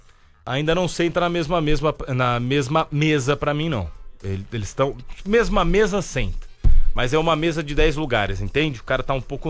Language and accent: Portuguese; Brazil; eu sou brasileiro.